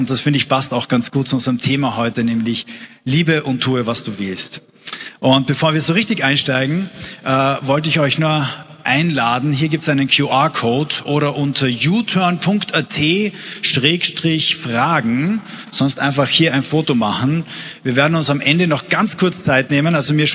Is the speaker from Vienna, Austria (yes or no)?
no; Carinthia, Austria; moved away; Dort, wo ich herkomme, wäre es wahrscheinlich doppelt so laut jetzt gewesen. Ich komme nämlich ursprünglich aus Kärnten.